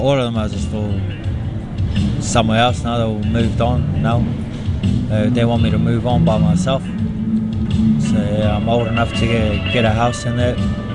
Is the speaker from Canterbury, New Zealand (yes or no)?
no; Whakatane, Bay of Plenty, New Zealand; I only just got into Hamilton from Whakatane, that's my hometown. But yeah, I was on the street in Whakatane and I decided to move to Auckland.